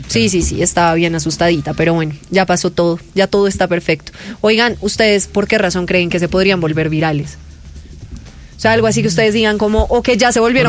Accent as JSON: {"language": "Spanish", "region": "Bogotá", "country": "Colombia", "said": "Tener una perrita costeña siendo Rola es un compromiso muy grande, porque no le gustan los planes rolos en lo absoluto."}